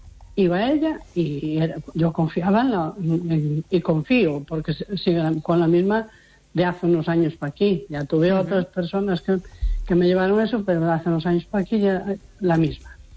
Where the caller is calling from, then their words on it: A Coruña, Galicia, Spain; de Coruña.